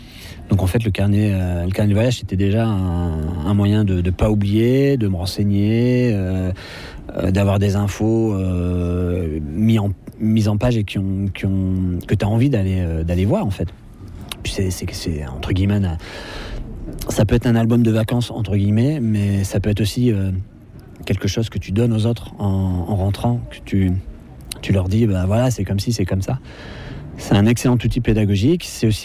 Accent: Hauts-de-France, France; moved away; natif du Nord, d'avoir passé mon enfance dans l'Artois, sur l'ancienne ligne de front de 14-18, donc quelque chose qui est complètement dévasté, monoculture, il n'y a pas d'arbres, il n'y a pas de cours d'eau, pas pollué, il n'y a pas de vie

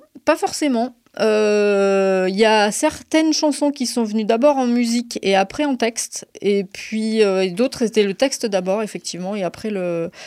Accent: France; j'ai grandi en France, je suis née en France, et donc j'écris en français, donc je mélange du français avec d'autres langues.

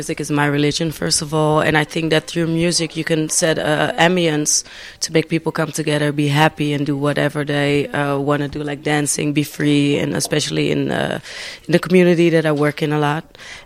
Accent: Amsterdam, North Holland, Netherlands; I am from Amsterdam. I was born and raised in Amsterdam. My parents, they were Hungarian and Lebanese, and I have family in Spain as well and all over the world. But so therefore, I do know some French as well.

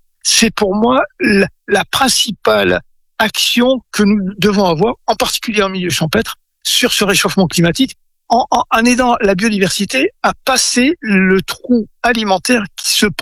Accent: Gascony, France; now in Brittany, France; Quand j'étais enfant en Gascogne, je ramassais le tilleul avec ma mère.

